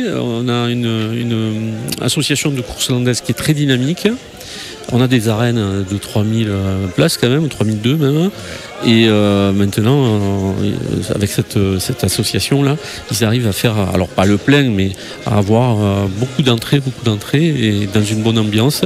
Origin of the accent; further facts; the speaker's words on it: Occitanie, France; accent: south-west; mon accent du sud-ouest, il me dit « Mais vous êtes d'où ? » Alors du Gers, de Gers, oui, sud-ouest